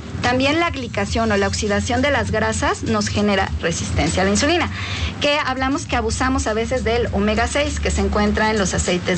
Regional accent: Mexico; nosotros como mexicanos

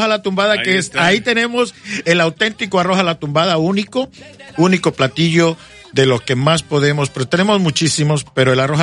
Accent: Mexico; es grato como mexicanos tener ese corazón agradecido por lo que hacen por nosotros.

